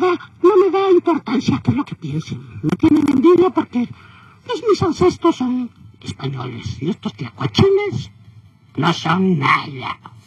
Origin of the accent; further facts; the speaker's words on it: Tijuana, Baja California, Mexico; born there; Bueno, nací en Tijuana, soy mexicano, pero mis ancestros son españoles.